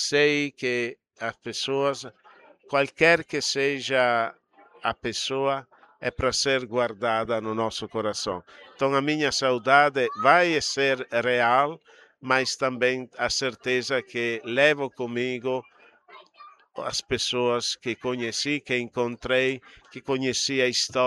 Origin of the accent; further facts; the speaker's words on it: northern Italy, Italy; Portuguese is a second language; moved away; Vou no norte da Itália, perto da minha terra